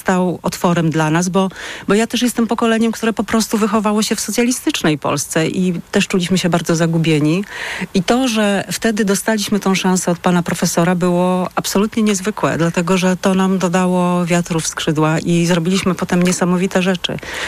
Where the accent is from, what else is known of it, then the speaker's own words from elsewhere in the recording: Lower Silesian Voivodeship, Poland; Ja pochodzę z niewielkiego miasta na Dolnym Śląsku